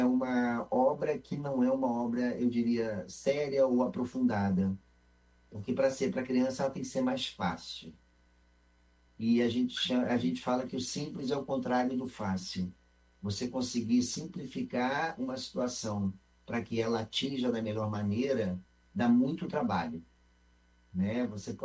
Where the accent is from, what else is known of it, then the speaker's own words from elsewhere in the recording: Rio de Janeiro, Brazil; also born or lived in Alegrete, Rio Grande do Sul / northern Brazil; Eu sou nascido no Rio Grande do Sul, mas a minha vida toda foi no Rio de Janeiro. Eu só nasci no Alegrete e de lá eu vim para o Rio. Tive uma passagem pelo norte do Brasil, onde eu morei alguns anos, com os meus pais, eu era criança.